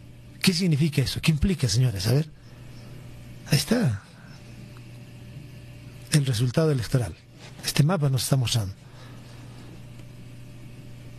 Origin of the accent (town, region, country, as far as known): Peru